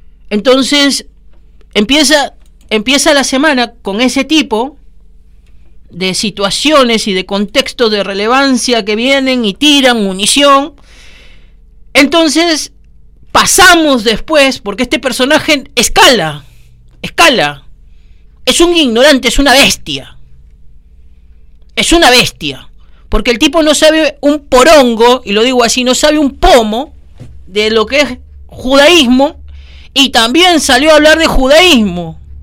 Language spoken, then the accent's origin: Spanish; Argentina; Sí, soy argentino. Tengo nacionalidad argentina.